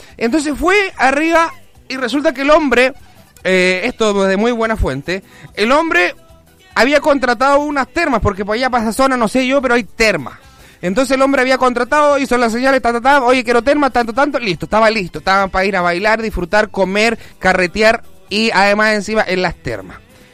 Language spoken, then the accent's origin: Spanish; Chile; Lo voy a contar como chileno, sí.